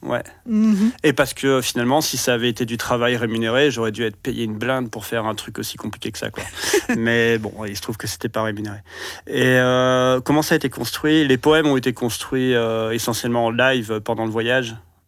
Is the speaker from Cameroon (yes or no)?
no; France; moved away as an adult; now in Belgium